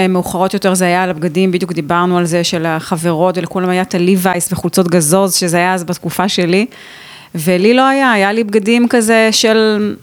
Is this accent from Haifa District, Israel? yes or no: yes; Kiryat Haim, Haifa District, Israel; גדלתי אז בקריית חיים עד גיל 12